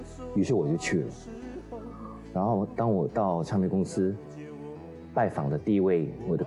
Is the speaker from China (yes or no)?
no; Singapore